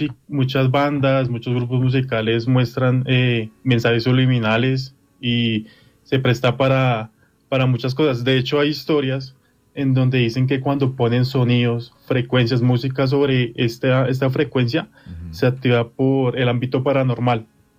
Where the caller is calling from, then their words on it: Bogotá, Colombia; Desde Bogotá, Colombia.